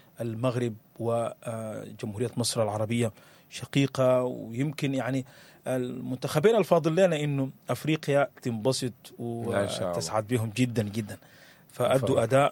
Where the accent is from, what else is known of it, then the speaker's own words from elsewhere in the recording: Sudan; وإحنا كسودانيين